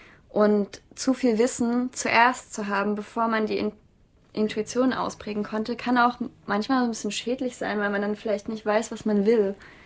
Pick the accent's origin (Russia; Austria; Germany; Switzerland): Germany; Ilmenau, Thuringia; now in Leipzig, Germany; also ich wurde in Leipzig geboren und bin in Thüringen-Ilmenau aufgewachsen.